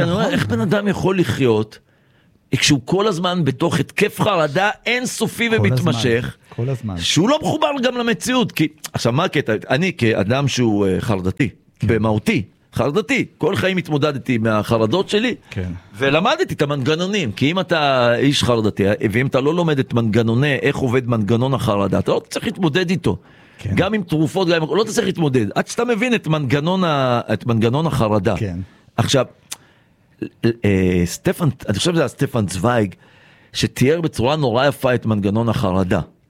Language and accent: Hebrew; Russia; אני רוסי מבטן ולידה